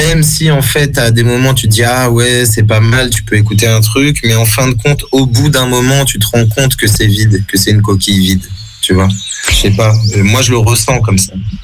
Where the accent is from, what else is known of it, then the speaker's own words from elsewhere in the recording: Saint-Étienne, Auvergne-Rhône-Alpes, France; born there; moi, je suis né à Saint-Étienne.